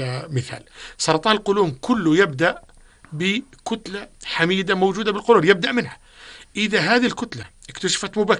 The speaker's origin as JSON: {"language": "Arabic", "country": "Jordan", "said": "عندنا بالأردن"}